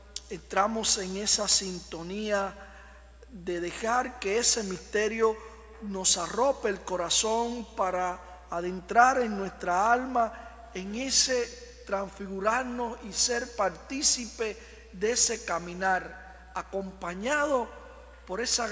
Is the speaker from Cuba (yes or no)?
yes; Cuba; como cubano, sino como hijo de Dios.